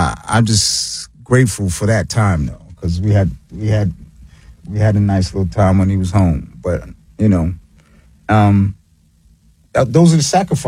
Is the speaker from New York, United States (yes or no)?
yes; Queens, New York, United States; I'm from South Jamaica, Queens, New York.